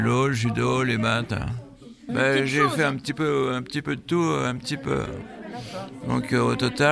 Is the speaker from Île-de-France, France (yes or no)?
yes; Paris, Île-de-France, France; moved away as an adult; now in Oise, France; Boulevard Montparnasse, dans le 14e. En face, c'était l'église Notre-Dame-des-Champs. C'est là que j'allais jouer avec mes copains quand j'étais petit au square.